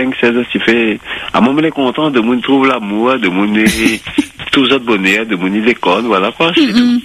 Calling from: Rodrigues, Mauritius; Mais j'habite à Rodrigue, moi.

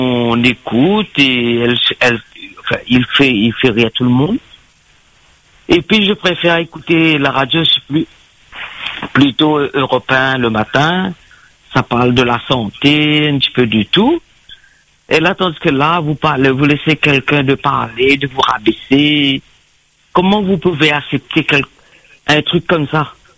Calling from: Saint-Paul, Réunion; j'appelle de Saint-Paul.

